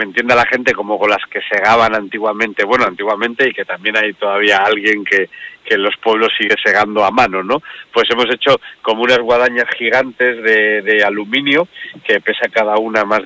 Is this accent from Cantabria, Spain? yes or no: yes; Polanco, Cantabria, Spain; Polanco, que es mi pueblo